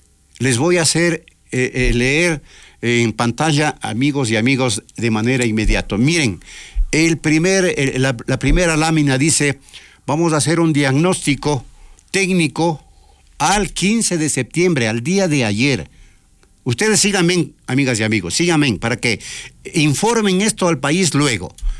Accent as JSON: {"language": "Spanish", "country": "Ecuador", "said": "nos duele como ecuatorianos"}